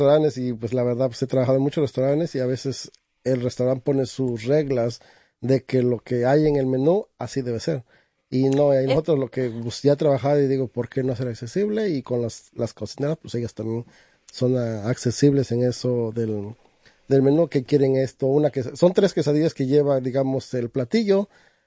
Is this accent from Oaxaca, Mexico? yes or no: yes; Oaxaca, Mexico; now in Kingston, United States; Yo vengo de la parte de Oaxaca, el estado de la costa de Oaxaca.